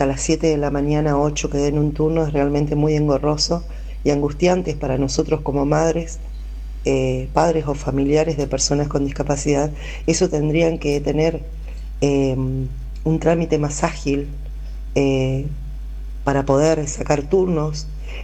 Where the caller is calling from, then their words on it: Concordia, Entre Ríos, Argentina; soy de Concordia.